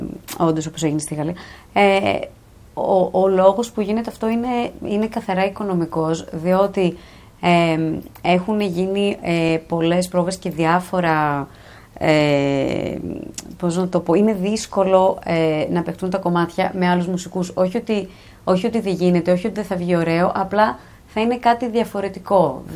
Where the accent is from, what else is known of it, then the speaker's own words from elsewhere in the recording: Parikia, South Aegean, Greece; Από την Παρίκια. Από τις Λεύκες ήταν ο παππούς.